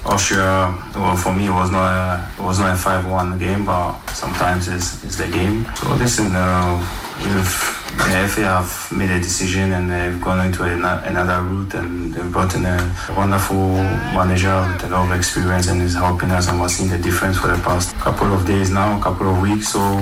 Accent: Ghana; because I'm Ghanaian

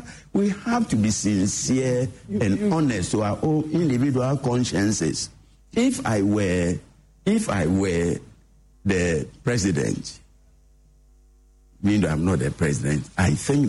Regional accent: Ghana; I'm a Ghanaian, so I know how these things work.

